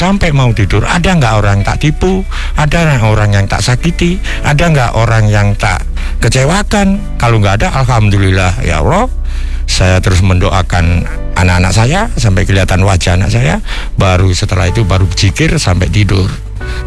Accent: Malang, East Java, Indonesia; Itulah saya dari Malang

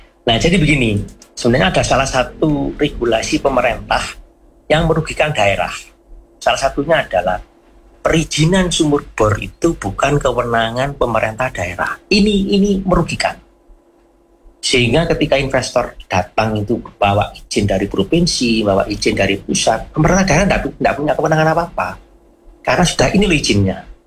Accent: Batu, East Java, Indonesia; kita warga Batu

